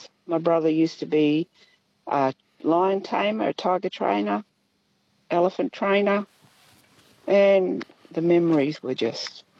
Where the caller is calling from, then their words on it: Tarcutta, New South Wales, Australia; I'm ringing you from Tarcutta at the moment.